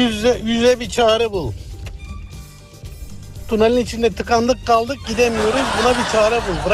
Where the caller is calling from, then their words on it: Berlin, Germany; Günaydın Serdar, ben Berlin'den.